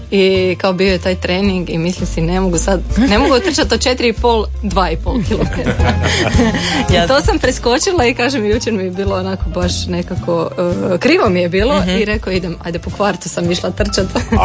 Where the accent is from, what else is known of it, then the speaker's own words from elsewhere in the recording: Karlovac, Karlovac County, Croatia; ja sam iz Karlovca